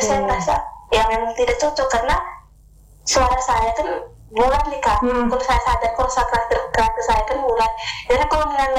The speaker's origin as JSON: {"language": "Indonesian", "region": "West Nusa Tenggara", "country": "Indonesia", "said": "lagunya dari Ntb nih, sedangkan saya dari Ntb."}